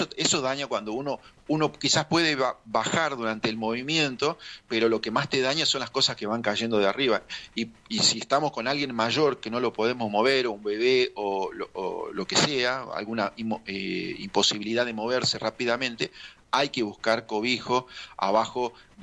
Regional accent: Salta, Argentina; moved away; Yo soy originalmente también de Salta

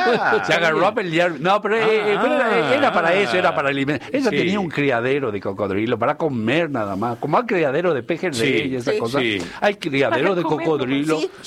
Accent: Paraguay; Fuimos con un grupo de amigos de acá y dije, somos paraguayos y le venimos a avisar

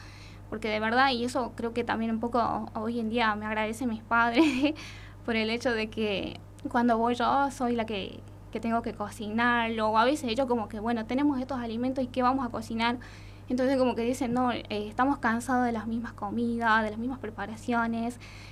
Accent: Belén, Catamarca, Argentina; si bien yo no soy de acá, soy del interior, vengo de Belén. Quizás en el inicio me costó un poco adaptarme acá, porque era totalmente diferente, vengo de un lugar rural

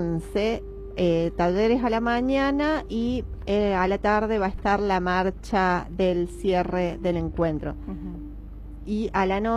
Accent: Punilla, Córdoba, Argentina; quienes somos de Punilla

